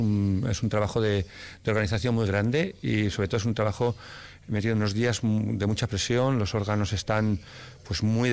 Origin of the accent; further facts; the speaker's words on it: Basque Country, Spain; en mi pueblo hay tres órganos que uno no ha sonado nunca, yo no lo he conocido en estas últimas décadas, no me atrevo a decir en este último siglo, y teníamos dos, uno en Santa María de Amézua, hecho que es el único órgano romántico que existía en la Rioja Alavesa